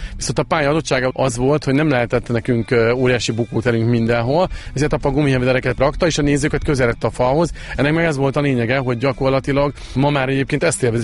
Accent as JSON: {"language": "Hungarian", "town": "Nyíregyháza", "region": "Szabolcs-Szatmár-Bereg", "country": "Hungary", "said": "Nyíregyháziként ugye ott nem volt jelen nagyon az a sport"}